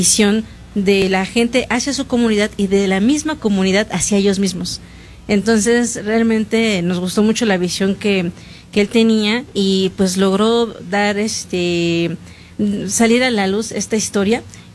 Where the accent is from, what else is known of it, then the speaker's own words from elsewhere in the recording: Tlaxcala, Mexico; Yo todavía soy de la radio, entonces yo soy de Tlaxcala, pongo la radio local